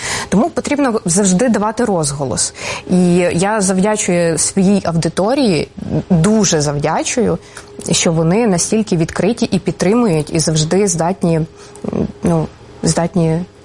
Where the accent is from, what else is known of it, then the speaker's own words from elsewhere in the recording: Lviv, Lviv Oblast, Ukraine; born there; я начебто народилася у Львові, але у мене набір з різних міст в мені є. І я російську знаю. Я знаю російську, тому що ось батько і його мама, власне, вони були російськомовними. Тому я росла, власне, у межах двох мов.